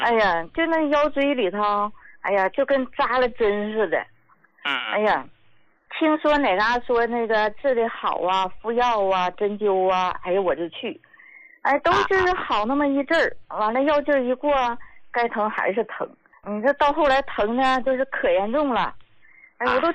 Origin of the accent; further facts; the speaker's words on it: Shaanxi, China; 哎，胡老师，我是陕西人，然后我今年72了